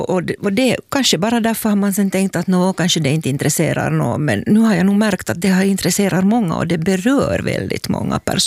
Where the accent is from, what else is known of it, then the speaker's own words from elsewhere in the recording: Finland; Men också ett bevis på det där att som finlandssvenskar, att om man gaddar ihop sig och vill någonting, så då kan man göra vad som helst.